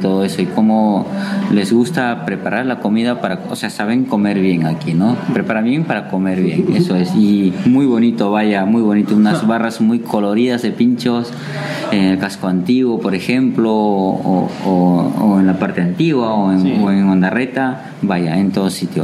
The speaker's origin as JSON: {"language": "Spanish", "country": "Peru", "also_born_or_lived": "Mallorca", "moved": "yes", "lives_now": "San Sebastián, Spain", "said": "yo soy de Perú, y en Perú pues tenemos mucha variedad de gastronomía, ¿no?"}